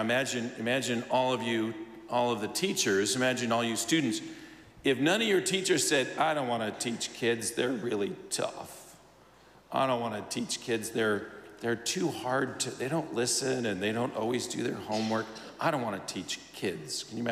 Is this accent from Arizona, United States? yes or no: yes; Phoenix, Arizona, United States; We're from the Phoenix metro area.